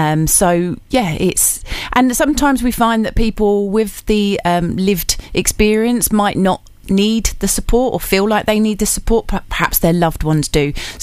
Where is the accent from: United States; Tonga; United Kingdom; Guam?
United Kingdom; Braintree, East of England; now in Chelmsford, United Kingdom; So I was born and bred in Braintree for all my sins, and then moved over into Chelmsford.